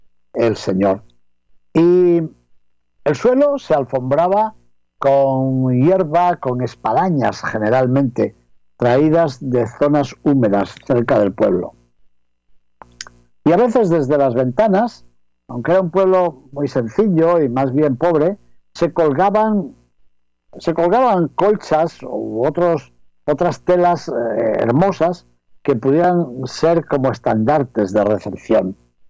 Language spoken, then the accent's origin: Spanish; Palazuelo de Órbigo, Castile and León, Spain; Yo recuerdo cuando era niño, allá en el pueblo donde me crié, en Palazuelo de Órbigo, diócesis de Astorga y provincia de León, en España